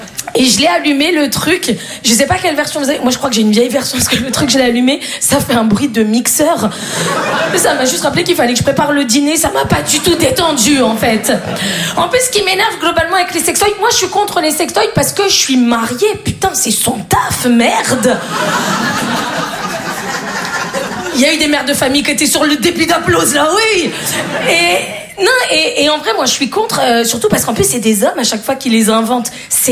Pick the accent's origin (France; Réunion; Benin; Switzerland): Switzerland; mais pour moi c'est un effort énorme de 10,90 parce que je suis suisse. Donc en vrai je dis 90.